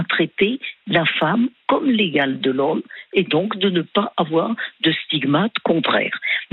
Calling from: Lyon, Auvergne-Rhône-Alpes, France; moi, j'habite à Lyon, près de la fac de droit.

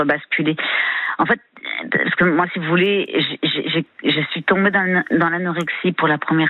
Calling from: Toulon, Provence-Alpes-Côte d'Azur, France; Il fait bon encore chez nous à Toulon, voilà.

